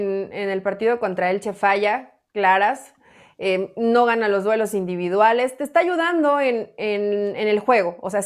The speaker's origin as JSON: {"language": "Spanish", "country": "Mexico"}